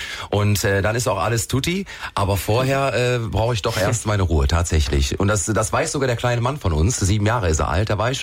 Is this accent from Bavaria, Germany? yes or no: no; Aachen, North Rhine-Westphalia, Germany; Dreiländereck, ja, also Belgien, Niederlande, Deutschland, Aachen, ja.